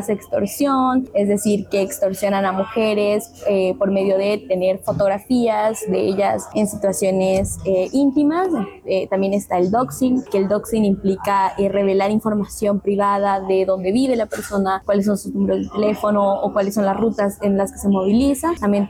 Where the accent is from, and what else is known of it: Guatemala